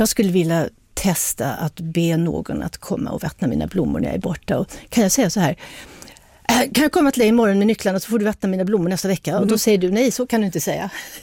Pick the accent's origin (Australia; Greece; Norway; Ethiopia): Ethiopia; Addis Ababa; Åtminstone under den tid som jag växte upp, vi bodde i Addis Abeba.